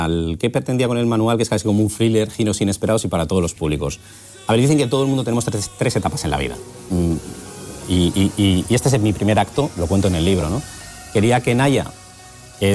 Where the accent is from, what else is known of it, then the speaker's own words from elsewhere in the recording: San Sebastián, Basque Country, Spain; como soy de Donosti